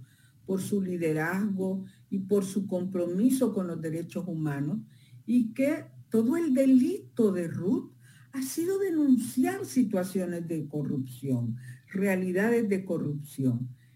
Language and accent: Spanish; El Salvador; Yo creo que es importante que como sociedad salvadoreña, pues pongamos atención a eso